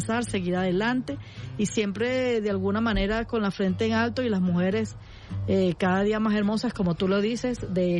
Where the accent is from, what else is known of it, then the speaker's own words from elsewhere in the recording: Venezuela; así somos las mujeres venezolanas